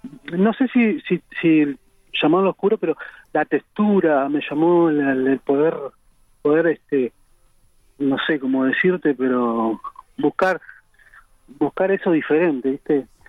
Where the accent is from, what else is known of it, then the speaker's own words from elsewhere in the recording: Mercedes, Soriano, Uruguay; now in Montevideo, Uruguay; Yo estoy viviendo en Montevideo, pero soy de Mercedes.